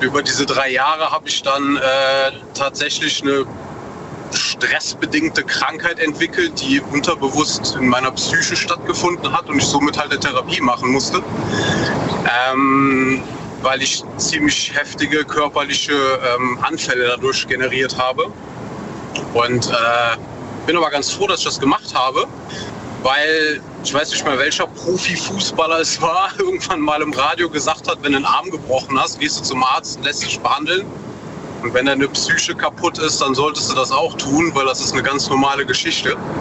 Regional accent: North Rhine-Westphalia, Germany; Aus der Eifel, NRW.

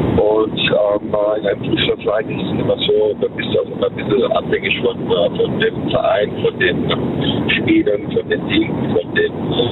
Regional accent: Worms, Rhineland-Palatinate, Germany; born there

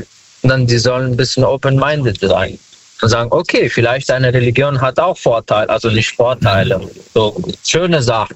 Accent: Wiesbaden, Hesse, Germany; Ich komme aus, hier, aus Wiesbaden.

